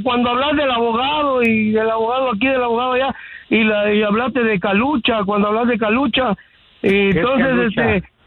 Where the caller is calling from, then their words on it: Guatemala; Yo como guatemalteco